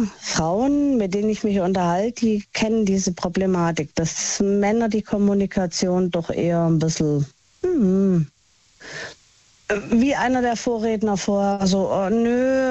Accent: Baden-Württemberg, Germany; Ich komme aus dem Schwabenland und mein Herz ist Schwabe.

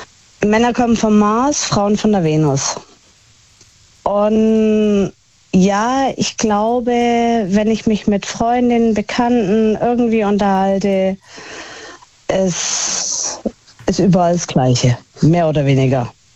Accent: Baden-Württemberg, Germany

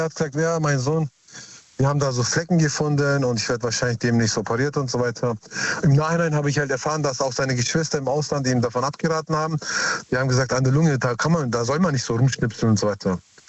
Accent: Heidenheim, Baden-Württemberg, Germany; Ja, aus Heidenheim.

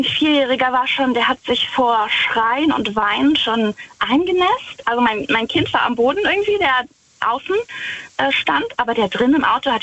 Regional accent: Rhineland-Palatinate, Germany

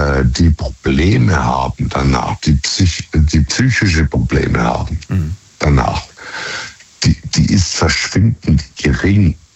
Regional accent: Karlsruhe, Baden-Württemberg, Germany; Ich komme aus der Ecke von Karlsruhe.

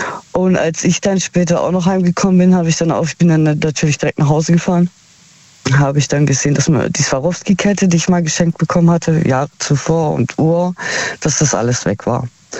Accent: Heilbronn, Baden-Württemberg, Germany; Aus Heilbronn.

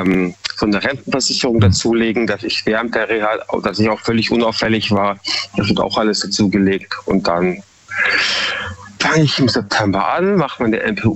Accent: Munich, Bavaria, Germany; now in Freiburg, Germany; Also ich bin ursprünglich aus Bayern, ja, Münchner Kindl. Und bewusst bin ich damals eben nach Eichstätten, also nach Freiburg gezogen

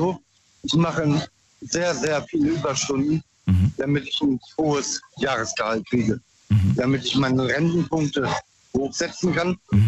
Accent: Bruchsal, Baden-Württemberg, Germany; Ich komme aus Bruchsal.

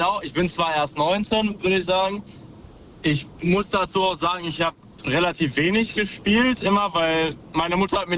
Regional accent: Dortmund, North Rhine-Westphalia, Germany; born there; also born or lived in Poland; Ich komme aus Dortmund

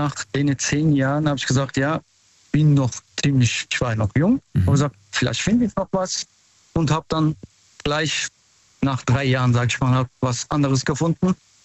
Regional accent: Mannheim, Baden-Württemberg, Germany; Aus Mannheim.

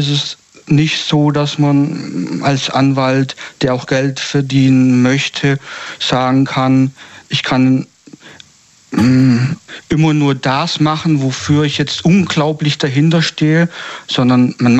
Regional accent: Stuttgart, Baden-Württemberg, Germany; Ich komme aus der Gegend Stuttgart.

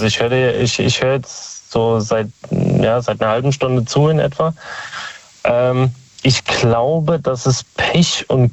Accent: Speyer, Rhineland-Palatinate, Germany; Aus Speyer.

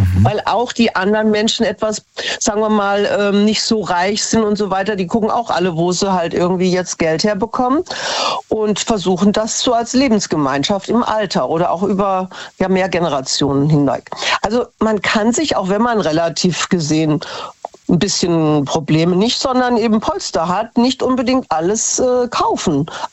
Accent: Hesse, Germany

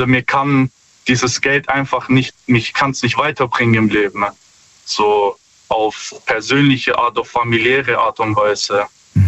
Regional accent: Stuttgart, Baden-Württemberg, Germany; Ja, hi. Stuttgart.

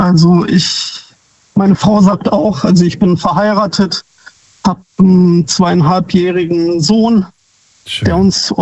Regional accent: Neuffen, Baden-Württemberg, Germany

